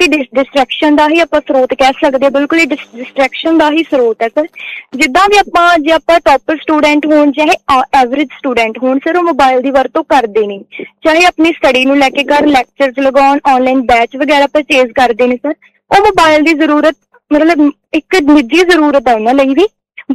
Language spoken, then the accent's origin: Punjabi; Punjab, India; born there; also born or lived in Bathinda; ਮੈਂ ਆਪਣੇ primary school ਪਿੰਡ ਜੋਗਾਨੰਦ ਵਿੱਚੋਂ ਆਪਣੀ 5ਵੀਂ ਕਲਾਸ ਤੱਕ ਪੜ੍ਹਾਈ ਪੂਰੀ ਕੀਤੀ